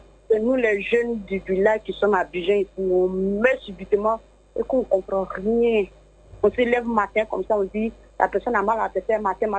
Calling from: Bondoukou, Zanzan, Côte d’Ivoire; je viens de Bondoukou, précisément Tana, précisément Guiméré.

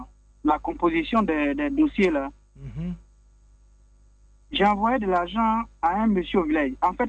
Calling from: Abidjan, Côte d’Ivoire; Je vous appelle de Yokogon.

